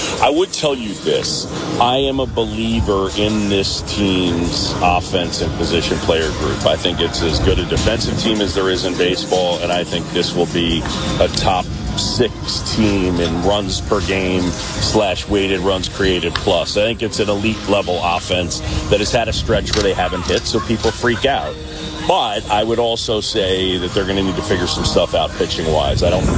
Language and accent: English; New York City, New York, United States; Yeah, so I grew up in New York City, and one of my childhood friends, a kid named Tim Sheehy, we met when I was 7 years old.